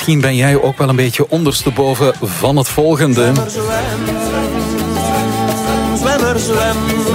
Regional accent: Ostend, Flanders, Belgium; Ik zit in Blankenbergen. Maar ik ben van Oostende.

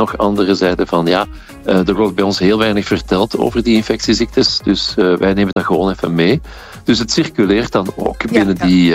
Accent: Belgium

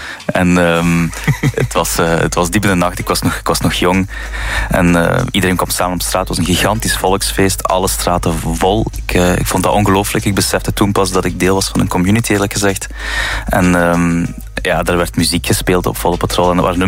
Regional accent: Maasmechelen, Flanders, Belgium; moved away; Bij ons in Maasmechelen, IJsden, ook in Genk, Houtalen, Beringen, overal waar ooit mijnwerkers gezeten hebben, daar zit je nu nog steeds de nakomelingen van die eerste generatie.

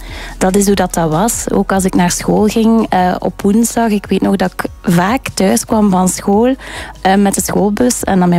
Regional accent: Ghent, Flanders, Belgium; born there; ik ben in Gent geboren om 00:30 of zo, 's nachts.

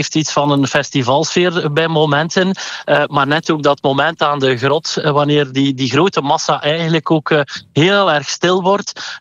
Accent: Ghent, Flanders, Belgium; Ik ben een Gentenaar, voor een bisschop voor Gent

